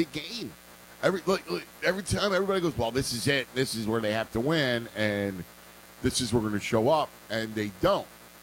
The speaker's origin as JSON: {"language": "English", "town": "Philadelphia", "region": "Pennsylvania", "country": "United States", "said": "So with Danny D and I, you know, we're from Philly"}